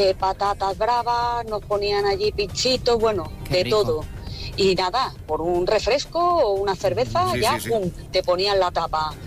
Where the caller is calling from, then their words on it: Barcelona, Catalonia, Spain; de Barcelona.